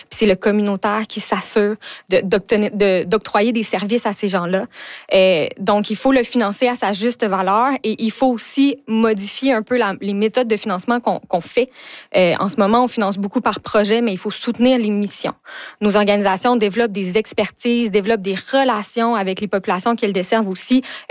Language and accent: French; Val-d'Or, Quebec, Canada; moved away as an adult; je suis originaire de Val-d'Or. Je suis née, j'ai grandi là-bas, puis j'ai quitté la région pour les études.